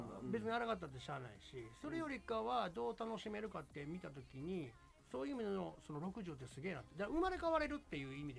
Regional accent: Kyoto, Japan; born there; 京都で生まれて日本人として生まれて

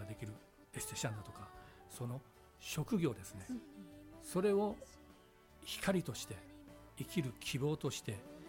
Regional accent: Osaka, Japan; born there; also born or lived in Kumamoto; 児童養護施設出身なんですね。で当事者であり その、そこから5歳の時に母親が迎えに来まして、で大阪に来ました。熊本だったんですけども

